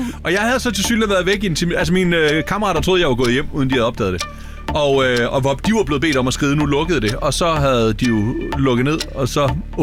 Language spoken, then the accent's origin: Danish; Lemvig, Central Denmark Region, Denmark; Det var på det, der hed Gammelhavn i Lemvig, hvor jeg kommer fra